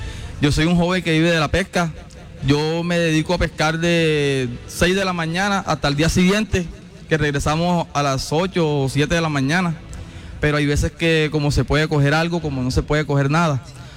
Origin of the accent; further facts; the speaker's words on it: Villarrosa, Atlántico, Colombia; Yo soy un joven que soy de Villarrosa, vivo de la pesca.